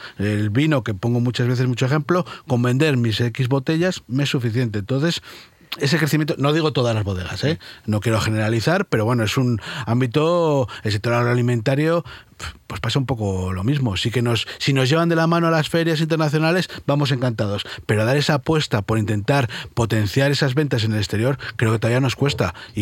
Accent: Valladolid, Castile and León, Spain; yo que me siento muy vallisoletano

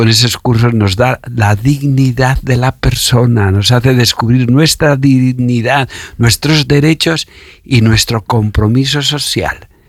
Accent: Caleruega, Castile and León, Spain; born there; moved away as an adult; also born or lived in Nicaragua; Tengo 75 años. Cumplí 50 años de sacerdote en mi pueblo, en Caleruega, ayer

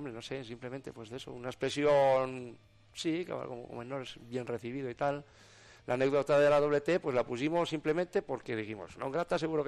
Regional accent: Soria, Castile and León, Spain; En mi zona, pues, ¿qué os voy a decir? La zona de Pinares, ya no solo mi pueblo, la zona de Pinares es que es increíble.

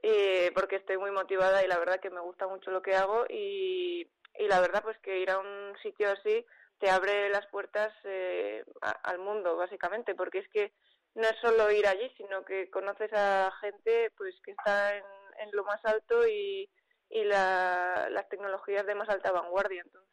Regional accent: Navarre, Spain; moved away as an adult; now in Soria, Spain; yo soy de Navarra.

